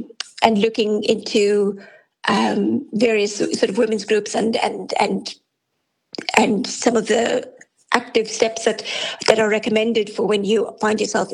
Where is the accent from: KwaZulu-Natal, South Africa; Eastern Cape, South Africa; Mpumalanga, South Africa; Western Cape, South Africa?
Western Cape, South Africa; Cape Town; moved away as an adult; now in Galway, Ireland; So I'm from South Africa originally, from Cape Town, and I was stolen away by an Irishman 17 years ago. So we now live in Galway, and I've been here for 17 years now.